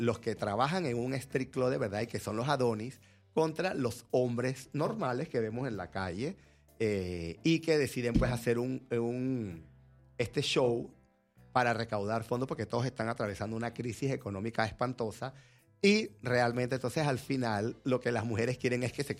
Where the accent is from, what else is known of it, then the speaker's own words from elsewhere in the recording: Panama; siento que es como un aporte que puedo dar tanto como panameño